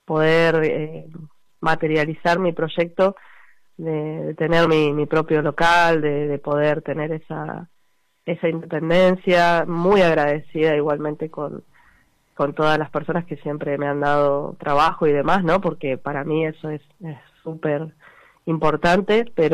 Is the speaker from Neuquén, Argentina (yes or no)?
yes; Zapala, Neuquén, Argentina; Sí, yo soy de Zapala, nací y criada ahí.